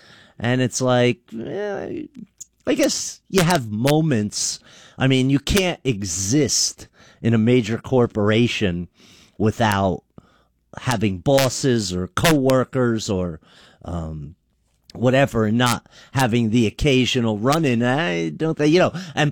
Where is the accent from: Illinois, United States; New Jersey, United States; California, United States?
New Jersey, United States; moved away as an adult; I'll go back to where I'm from Jersey